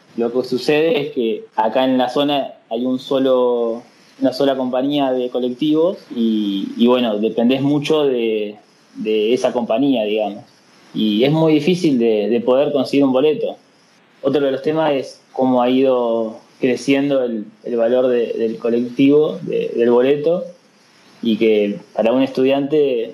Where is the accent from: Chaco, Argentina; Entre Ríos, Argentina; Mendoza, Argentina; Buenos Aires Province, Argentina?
Buenos Aires Province, Argentina; Balcarce; moved away as an adult; now in Tandil, Argentina; soy de Balcarce y vivo en Tandil y quedan a 107 kilómetros de distancia.